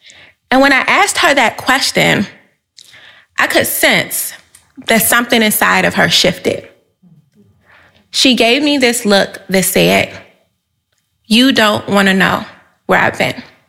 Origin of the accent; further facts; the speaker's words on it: Gary, Indiana, United States; moved away as an adult; also born or lived in Washington, D.C. / Newark, New Jersey; now in Boston, United States; I first moved from Gary, Indiana, my hometown, to Washington, D.C., to attend school at Howard University.